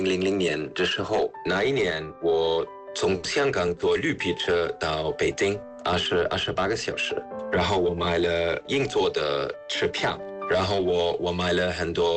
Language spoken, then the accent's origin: Chinese; Trier, Rhineland-Palatinate, Germany; Chinese is a second language; moved away as an adult; also born or lived in Shanghai / Hong Kong; now in China; 我来自于德国特里亚，我住在中国8年，我在贸易公司在上海工作，我本科在德国读书